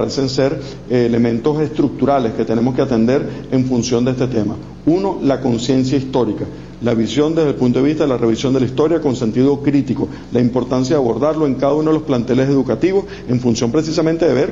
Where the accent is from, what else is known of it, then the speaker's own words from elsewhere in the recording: Venezuela; nos identifica como venezolanos